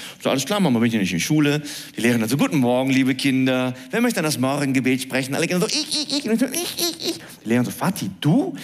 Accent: Cologne, North Rhine-Westphalia, Germany; Ich bin in Köln-Nippes aufgewachsen. Meine Köln-Nippes, kennt ihr das?

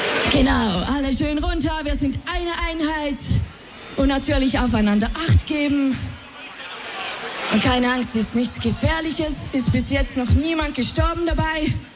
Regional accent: Switzerland; wir kommen aus der Schweiz.

